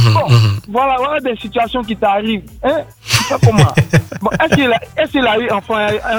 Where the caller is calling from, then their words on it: Abidjan, Côte d’Ivoire; J'habite à Yopougon.